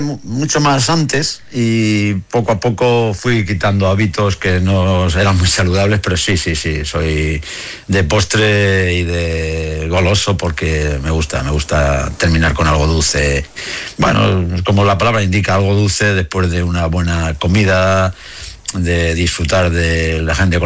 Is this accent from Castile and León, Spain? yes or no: no; Castilla-La Mancha, Spain; moved away; yo soy de La Mancha, y en La Mancha, hasta que pude salir a ver el mar, claro, me costó